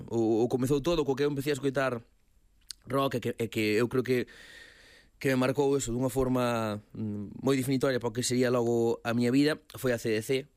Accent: Galicia, Spain; Comentabais aquí antes que eu son da Mariña, están ali miña nai e miña irmá

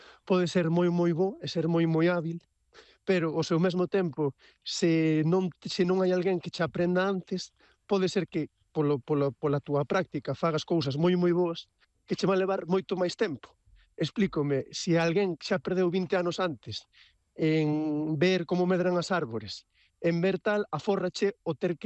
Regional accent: Galicia, Spain; e como galegos temos que aprezalo porque é tamén parte do que somos nós, non?

